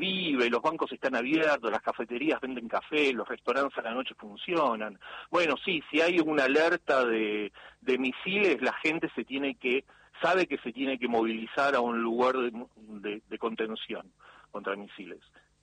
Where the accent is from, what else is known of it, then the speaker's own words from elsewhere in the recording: Argentina; somos argentinos descendientes de ucranianos, la gran mayoría, no somos ucranianos.